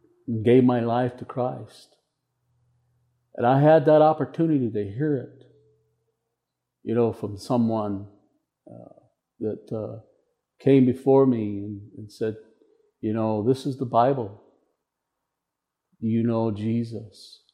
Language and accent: English; Tuba City, Arizona, United States; moved away; I'm from the Navajo tribe, originally from Tuba City, Arizona.